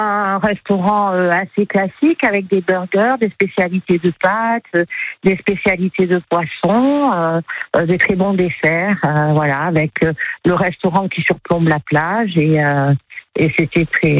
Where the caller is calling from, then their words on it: Nice, Provence-Alpes-Côte d'Azur, France; Je suis niçoise